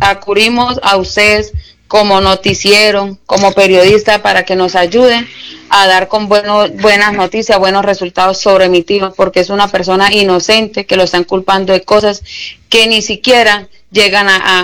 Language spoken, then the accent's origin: Spanish; Cúcuta, Norte de Santander, Colombia; para que el coronel de nuestra ciudad de Cúcuta tome bien las medidas, investigue bien sobre el tema